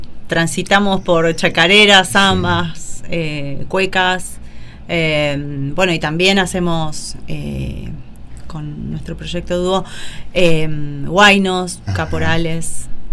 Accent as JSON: {"language": "Spanish", "town": "Merlo", "region": "Buenos Aires Province", "country": "Argentina", "tie": "born or raised there", "said": "Claro, yo soy nacida y criada de Merlo."}